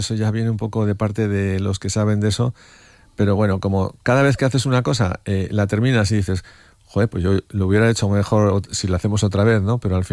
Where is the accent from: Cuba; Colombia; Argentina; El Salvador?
Cuba; born there; moved away; yo soy cubano de nacimiento y ese idioma no me es difícil.